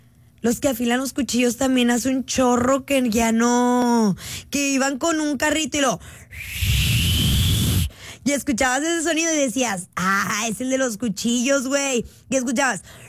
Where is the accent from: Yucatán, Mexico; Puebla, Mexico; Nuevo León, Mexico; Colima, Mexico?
Nuevo León, Mexico; Guadalupe; Yo vivía en Riberas del Río cuando estaba chiquita con mi familia. En Guadalupe. Yo soy de Guadalupe. Soy Guadalupe, que a mucha honra y a mucha pasión, yo. Y cuando vivía allá en Guadalupe